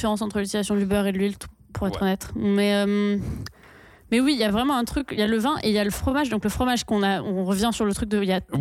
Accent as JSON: {"language": "French", "country": "France", "tie": "born or raised there", "moved": "yes", "said": "Moi, j'ai grandi en France"}